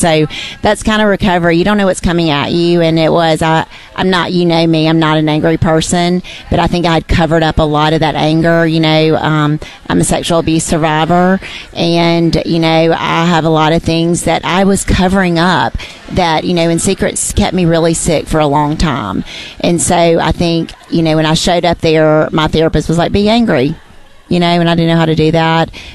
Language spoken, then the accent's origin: English; Meridian, Mississippi, United States; I grew up in Meridian, Mississippi. There wasn't really a whole lot to do there.